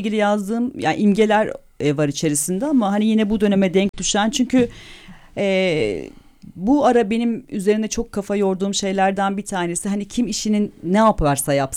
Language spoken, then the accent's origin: Turkish; Istanbul, Turkey; işte annem babam Sivaslı, annem Erzincanlı. Böyle çocukken de çok fazla deniz kenarlarına gitme duygumuz olmazdı ama Beşiktaş'ta büyüdüm.